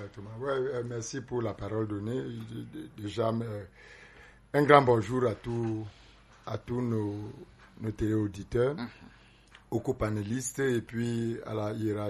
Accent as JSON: {"language": "French", "country": "Cameroon", "tie": "born or raised there", "said": "Je suis natif d'à côté de Nyanon. Moi, je suis de l'arrondissement d'Endo. Donc, à quelques pas de Nyanon"}